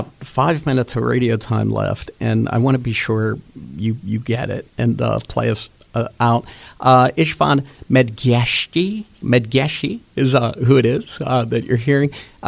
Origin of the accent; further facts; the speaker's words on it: Pittsburgh, Pennsylvania, United States; also born or lived in Cleveland; Moved to Pittsburgh when I was about two or three. I don't quite say it the way you do, but I have no memories of Cleveland whatsoever.